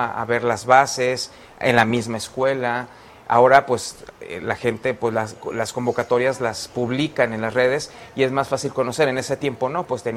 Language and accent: Spanish; Tepic, Nayarit, Mexico; moved away as an adult; also born or lived in Mexico City; Y ya después en 2014 me trasladé aquí a mi tierra, pues a Tepic